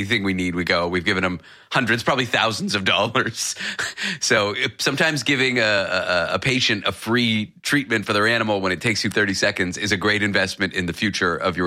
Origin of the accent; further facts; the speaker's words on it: Canada; now in New York, United States; I'm Canadian